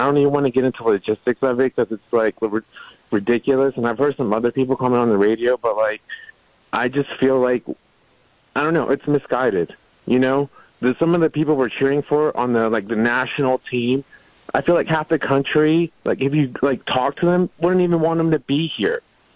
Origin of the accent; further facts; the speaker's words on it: Mexico; now in Fredericksburg, United States; I'm from Mexico.